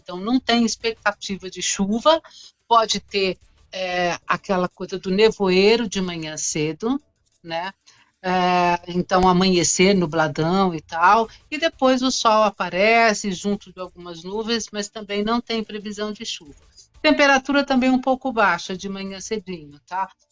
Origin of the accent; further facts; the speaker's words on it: Rio de Janeiro, Brazil; você é mineira e eu sou do Rio de Janeiro, quase com pé em Minas.